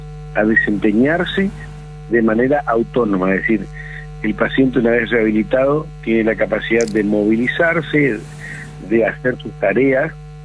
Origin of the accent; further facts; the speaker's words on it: Mburucuyá, Corrientes, Argentina; de mi pueblo, en Brucuyá